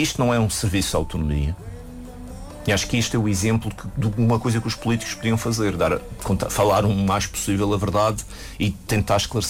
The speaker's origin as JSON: {"language": "Portuguese", "region": "Madeira", "country": "Portugal"}